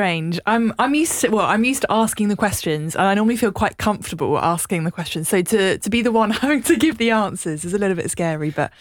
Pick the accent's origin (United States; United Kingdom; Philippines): United Kingdom; South West England; So I grew up in West Wiltshire, so in the southwest, and my dad's family … have been in the kind of same area, same kind of village for like 300, 400 years.